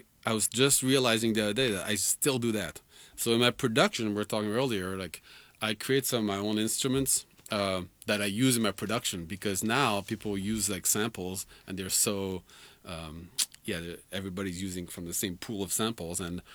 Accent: Île-de-France, France; moved away as an adult; also born or lived in rural Maine; now in United States; So I grew up in suburbs of Paris, northern suburbs of Paris. It's like very inner city-like.

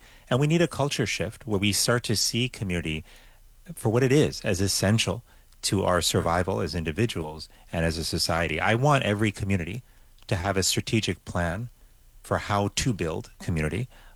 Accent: Miami, Florida, United States; moved away; I loved growing up in Miami. I did all my schooling in public schools in Miami.

